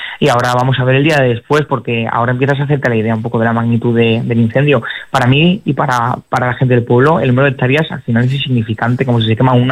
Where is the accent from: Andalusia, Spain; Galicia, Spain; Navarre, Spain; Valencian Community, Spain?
Valencian Community, Spain; Gátova; yo amo Gatova por encima de todas las cosas, sea o no sea alcalde, la amaba antes, la amo ahora y la amaré en el futuro. Al final es mi pueblo donde mi familia ha crecido, donde mi familia pues se ha hecho y igual que la de mis vecinos.